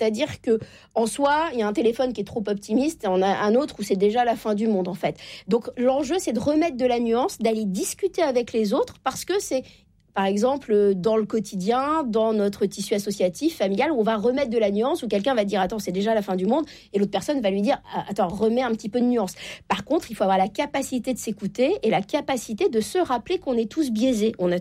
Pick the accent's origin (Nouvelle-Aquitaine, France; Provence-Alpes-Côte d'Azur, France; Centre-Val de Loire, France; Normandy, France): Normandy, France; Je viens de la Normandie.